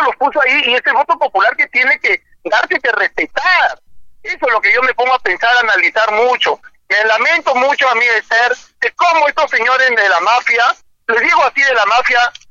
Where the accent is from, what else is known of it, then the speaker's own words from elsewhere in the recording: Peru; nuestra patria amada llamada Perú.